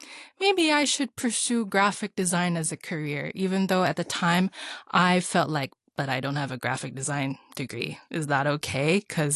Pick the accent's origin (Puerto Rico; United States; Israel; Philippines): Philippines; very stereotypically because I am Filipino.